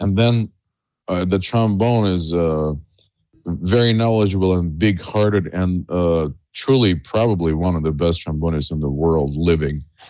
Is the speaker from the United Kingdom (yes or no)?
no; Moscow, Russia; moved away as an adult; now in New York, United States; In Soviet Union, in Moscow, where I was born and studied and lived and went to the army and all other things